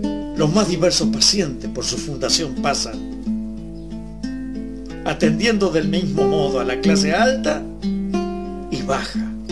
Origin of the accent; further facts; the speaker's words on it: Argentina; Perdón como argentino, me avergüenza y me da rabia, porque lo abandonamos cuando más nos precisaba. Y gracias por lo que fue y lo que hizo por mi patria.